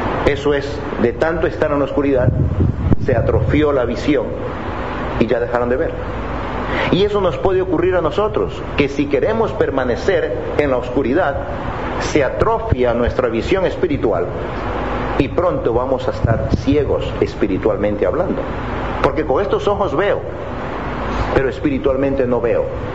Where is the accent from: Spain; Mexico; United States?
United States; Spanish is a second language; moved away; yo soy gringo, yo tengo una excusa.